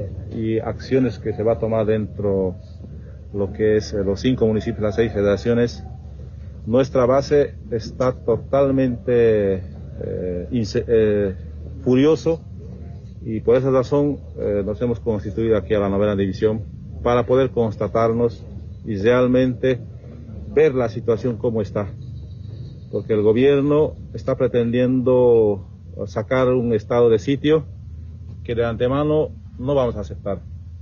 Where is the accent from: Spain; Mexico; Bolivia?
Bolivia; como vivientes de aquí de las 6 federaciones, como boliviano, nos vamos a defender.